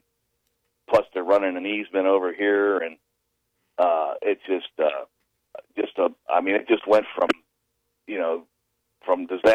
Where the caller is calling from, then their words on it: Columbiana, Ohio, United States; Hey, I'm reporting in, well, I'm reporting in from Columbiana.